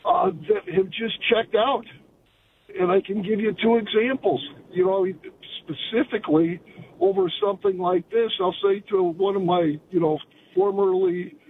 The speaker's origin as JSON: {"language": "English", "region": "Illinois", "country": "United States", "said": "And, of course, I'm from Illinois, Illinois."}